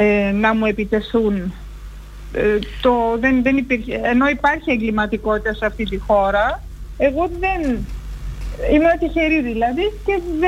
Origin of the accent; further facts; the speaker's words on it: Germany; moved away as an adult; also born or lived in Denmark / South Africa / London; now in Thessaloniki, Greece; Παρόλο που γεννήθηκα και μεγάλωσα στη Γερμανία και έζησα και πολλά χρόνια εκεί και πήγα εκεί στο σχολείο